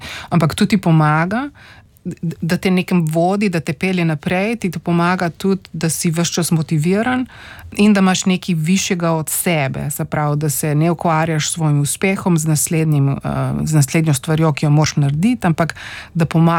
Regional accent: Postojna, Inner Carniola–Karst, Slovenia; moved away; Jaz sem odraščala v Postojni, se pravi pri, oziroma bom rekla splošno na Primorskem, moja starša se en mama je se pravi s Primorske, bom rekla tam pri Kopru, v Kozini

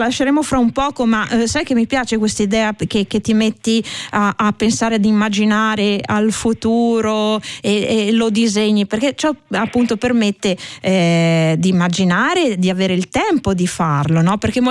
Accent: Trieste, Friuli-Venezia Giulia, Italy

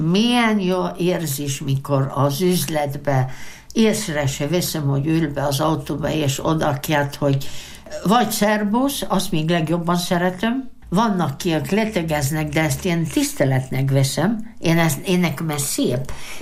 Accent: Prekmurje, Slovenia; first language Hungarian; a sajátunk a legszebb, a legdrágább, és ezek a mi hagyományaink, amik itt megvannak Moravidéken, hódostú pincék

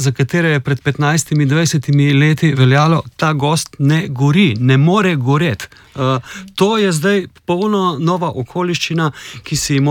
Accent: Inner Carniola, Slovenia; Povem konkretno, sam sem doma z Notranjske, tam prevladujejo bukovi gozdovi.

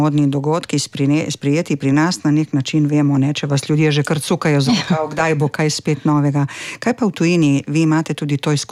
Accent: Primorska, Slovenia; kot rečemo Primorci

